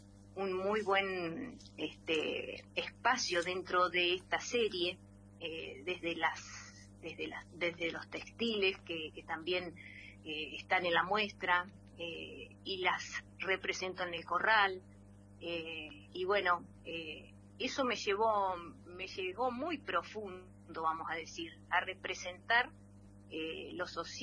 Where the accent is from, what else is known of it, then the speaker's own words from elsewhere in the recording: Santa Rosa, La Pampa, Argentina; now in Ataliba Roca, Argentina; yo debía la visita a mi pueblo, es decir, yo soy santarroseña, pero hace más de 30 años que vivo en Ataliba Roca. Estamos a 45 kilómetros al sur de la ciudad capital.